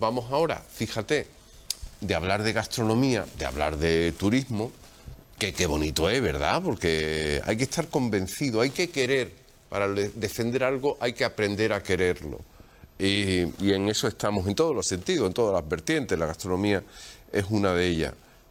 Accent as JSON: {"language": "Spanish", "town": "San Fernando", "region": "Andalusia", "country": "Spain", "moved": "as an adult", "said": "Yo he pegado muchos años fuera de la isla."}